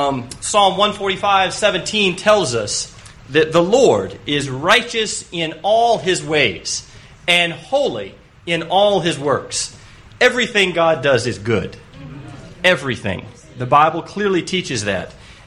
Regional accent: Raleigh, North Carolina, United States; born there; moved away; I grew up here in Raleigh

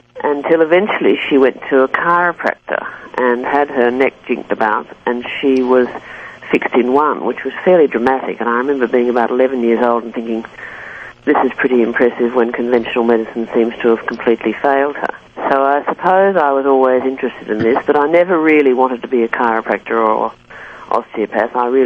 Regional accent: Sydney, New South Wales, Australia; Growing up in Sydney

